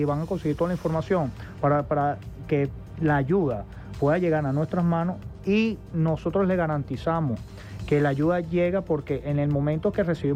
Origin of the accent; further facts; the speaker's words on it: La Guaira, Venezuela; soy de La Guaira, me duele La Guaira, y no solamente eso, me duele Venezuela.